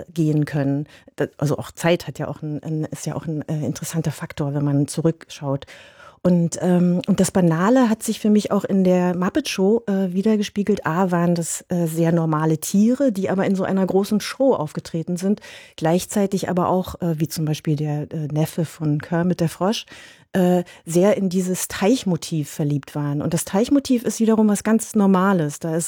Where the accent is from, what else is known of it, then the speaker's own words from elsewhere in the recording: East Germany, Germany; die DDR musste mit rein, weil ich ja dort groß geworden bin